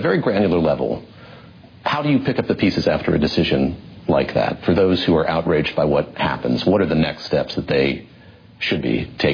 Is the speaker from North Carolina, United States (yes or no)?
yes; North Carolina, United States; I grew up in North Carolina, also described as a purple state.